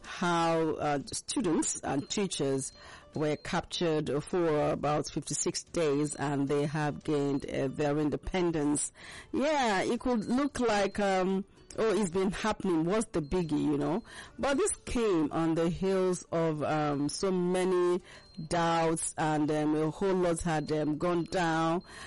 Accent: Lagos, Nigeria; born there; I was born here in Lagos. So I can claim to be a Lagosian somehow.

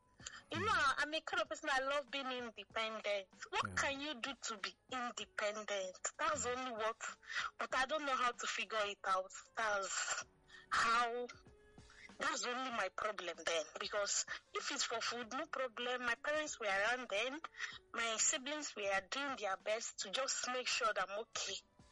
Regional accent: Lagos, Nigeria; also born or lived in Imo State, Nigeria; I'm from Imo State. I'm visually impaired, I am not seen as in visually impaired, but I do business, and I stay out and brought up in Lagos.

